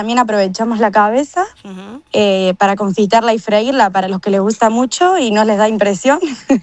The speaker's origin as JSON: {"language": "Spanish", "country": "Argentina", "lives_now": "Spain", "said": "Sí, yo soy de Argentina."}